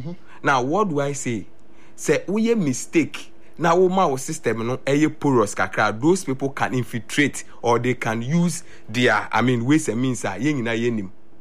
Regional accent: Ghana; Extremely worried as a Ghanaian.

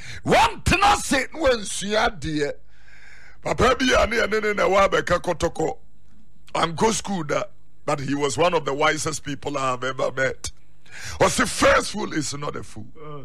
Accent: Accra, Greater Accra, Ghana; born or raised there

